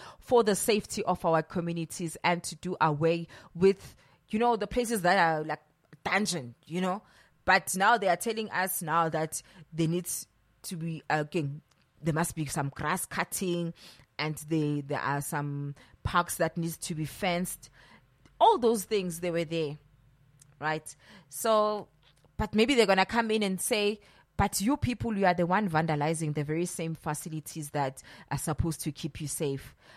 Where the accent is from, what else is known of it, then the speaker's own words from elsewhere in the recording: Johannesburg, Gauteng, South Africa; I'm from Deep Kloof, so I normally pass by Nasrec.